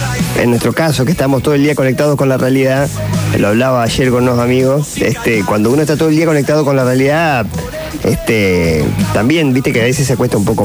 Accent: Argentina; lo afortunados que somos los argentinos.

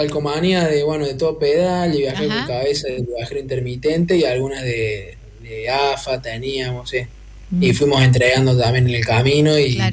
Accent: Córdoba, Argentina; Era como, pero ¿de dónde vienen? De Argentina, de Córdoba.

